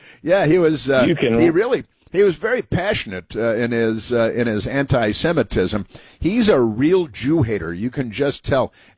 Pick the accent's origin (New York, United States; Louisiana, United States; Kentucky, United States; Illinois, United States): Illinois, United States; Chicago; I'm from Chicago.